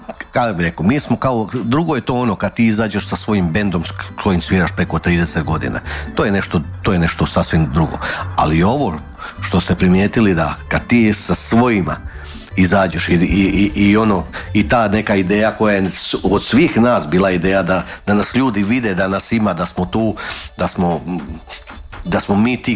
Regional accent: Županja, Vukovar-Srijem County, Croatia; kod nas u Županji

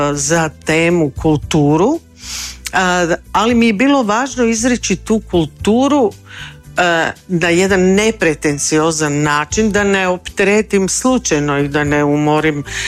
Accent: Jastrebarsko, Zagreb County, Croatia; moved away; kako sam odrasla u Jaski, u Jastrebarskom i vezana uz prostor svog odrastanja, na kraju krajeva tamo je i moj roditeljski dom i često se tamo vraćam

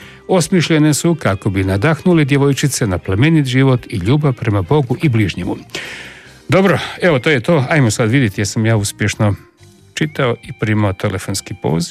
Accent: Osijek, Osijek-Baranja County, Croatia; rekao ste vi gospođo možda iz Osijeka, jesam, kako znate, pa rekao nije teško.

